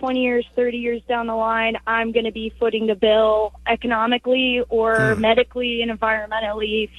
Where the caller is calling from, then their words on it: Pittsburgh, Pennsylvania, United States; I'm from Pittsburgh.